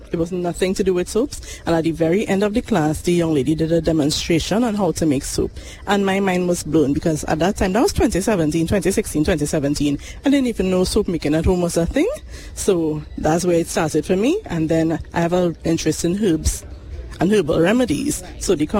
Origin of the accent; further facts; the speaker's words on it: Arima, Trinidad & Tobago; We're from Arima.